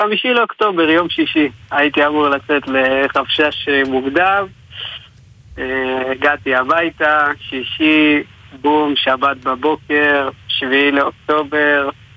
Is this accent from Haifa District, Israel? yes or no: no; Kfar Saba, Central District, Israel; החלטנו שאנחנו משנים פה קצת את האווירה והולכים עולים על כפר סבא, כן, אנחנו מפה.